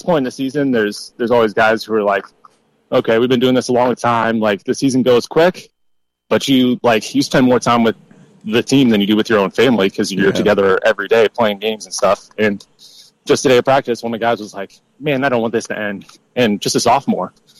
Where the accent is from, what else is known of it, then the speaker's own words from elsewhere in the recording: Defiance, Ohio, United States; moved away; I grew up in Defiance, Ohio, Northwest Ohio